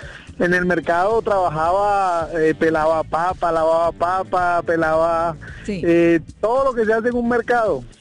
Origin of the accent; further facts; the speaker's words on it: Bogotá, Colombia; also born or lived in Caribbean coast of Colombia; Un costeño criado en Bogotá.